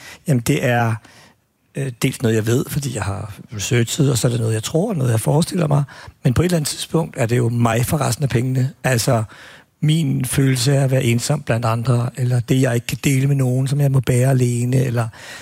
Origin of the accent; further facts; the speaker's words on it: Albertslund, Capital Region of Denmark, Denmark; jeg er sådan lidt arveligt belastet, fordi at jeg voksede op i Appelslund, hvor vi havde to fængsler